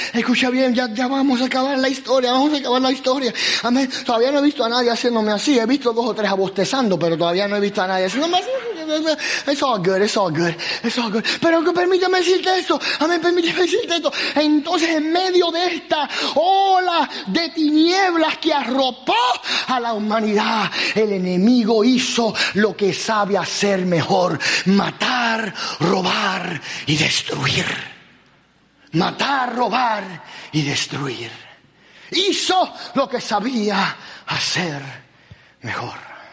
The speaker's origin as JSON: {"language": "Spanish", "town": "San Pedro Sula", "region": "Cortés", "country": "Honduras", "said": "Mira, vengo desde Honduras, desde San Pedro vengo, buscando encontrar, desde San Pedro hasta Miami"}